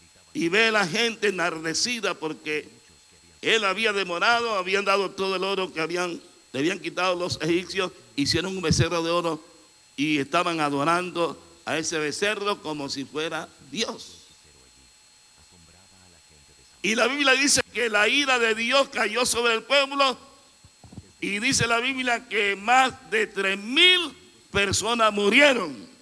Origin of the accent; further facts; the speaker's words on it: Progreso, Chiriquí, Panama; now in Boquete, Panama; yo vengo de Progreso, donde cada año se celebra la fiesta del arroz. ¿Por qué? Porque Progreso produce arroz.